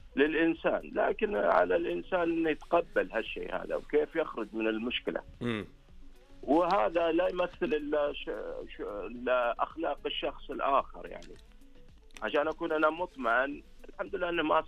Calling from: Riyadh, Riyadh Province, Saudi Arabia

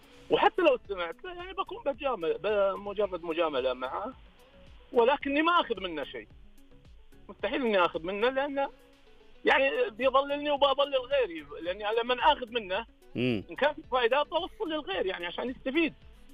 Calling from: Khobar, Eastern Province, Saudi Arabia; اكلمك ابوي من الشرقيه الخبر.

